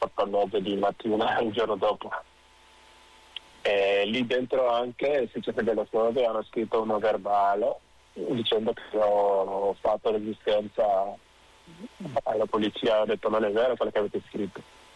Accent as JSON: {"language": "Italian", "country": "Senegal", "second_language": "Italian", "moved": "as an adult", "lives_now": "Italy", "said": "vengo dal Senegal, di origine senegalese ovviamente. Sono in Italia dal 2011"}